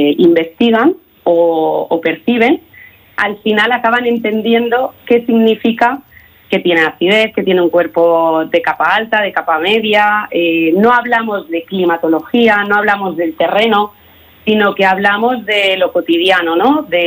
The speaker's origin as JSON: {"language": "Spanish", "town": "Salamanca", "region": "Castile and León", "country": "Spain", "said": "soy salmantina"}